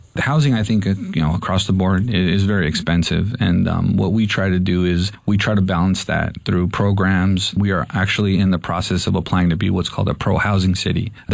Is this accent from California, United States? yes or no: yes; Los Angeles, California, United States; growing up in the Pico Union area